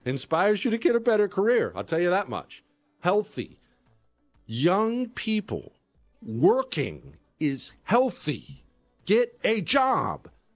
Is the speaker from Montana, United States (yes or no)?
yes; Bozeman, Montana, United States; I grew up in Bozeman, which was small back then. It's way bigger now, kind of got ruined, but small back then.